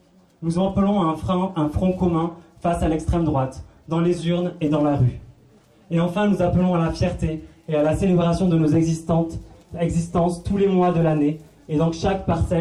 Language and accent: French; Toulouse, Occitanie, France; comme on vient de Toulouse